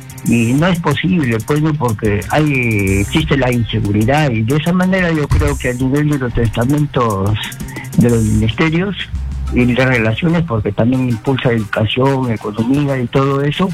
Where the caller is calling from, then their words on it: Trujillo, La Libertad, Peru; De La Libertad, de Trujillo.